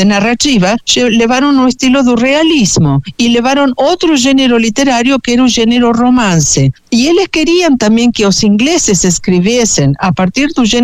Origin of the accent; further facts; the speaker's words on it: Argentina; Portuguese is a second language; moved away as an adult; now in Brazil; quando vim morar no Brasil, eu sou argentina